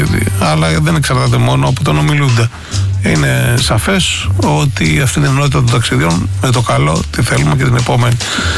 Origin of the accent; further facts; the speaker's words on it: Greece; ώρες-ώρες ντρέπαμε που είμαι Έλληνας.